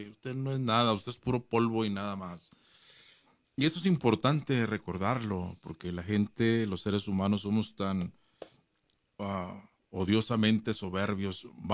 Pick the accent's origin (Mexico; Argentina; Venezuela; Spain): Mexico; Ciudad Juárez, Chihuahua; cuando yo nací, cuando yo crecí en la frontera en Ciudad Juárez